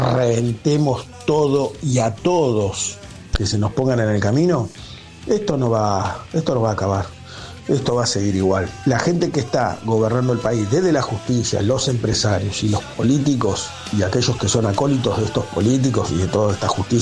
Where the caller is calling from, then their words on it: Marcos Paz, Buenos Aires Province, Argentina; de Marcos Paz.